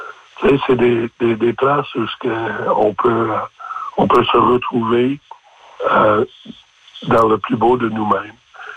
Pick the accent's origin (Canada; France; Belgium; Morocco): Canada; New Brunswick; also born or lived in Gaspésie; now in Anticosti, Canada; Moi, comme vous le savez, je suis un immigrant au Québec. Je viens du Nouveau-Brunswick à l'origine, puis j'ai passé énormément de temps en Gaspésie avant de venir à Anticosti.